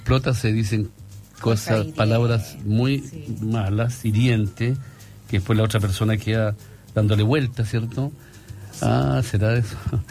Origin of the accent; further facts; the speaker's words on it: Chile; a nosotros como chilenos